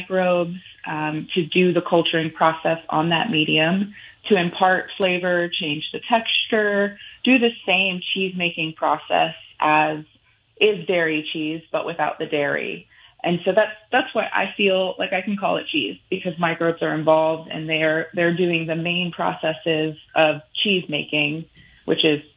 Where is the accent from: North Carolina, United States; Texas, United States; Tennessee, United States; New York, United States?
North Carolina, United States; Kill Devil Hills; I'm from North Carolina, and that's kind of the roots of my company, too. I was born and raised in Dare County in Kildevil Hills, North Carolina, on the coast.